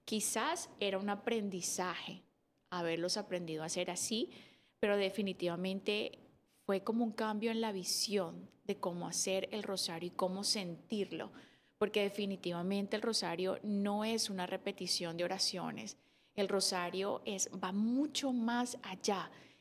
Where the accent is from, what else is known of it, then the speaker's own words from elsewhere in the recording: Cali, Valle del Cauca, Colombia; now in United States; yo soy colombiana de Cali y para mí, o sea, nací en una familia donde estaba presente Dios y mi mamá era muy devota de la Virgen.